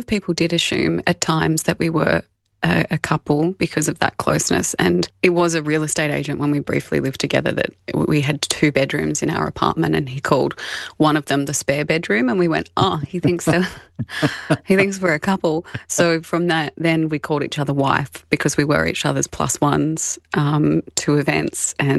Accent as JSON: {"language": "English", "town": "Albury", "region": "New South Wales", "country": "Australia", "tie": "born or raised there", "said": "I grew up in Albury, born and bred, and my parents are still there. I think, as a regional kid and we had family in Sydney, I used to always dream of going to the big city"}